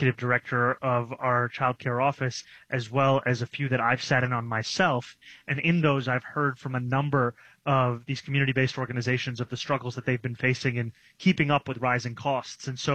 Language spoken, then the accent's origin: English; New York City, New York, United States; growing up in New York City